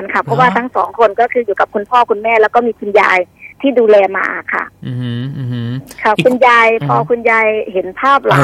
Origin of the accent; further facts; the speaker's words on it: Roi Et, Thailand; เป็นคนจังหวัดร้อยเอ็ดค่ะ